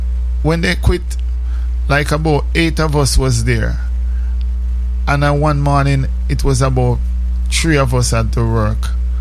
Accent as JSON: {"language": "English", "country": "Jamaica", "said": "But it's because I'm Jamaican."}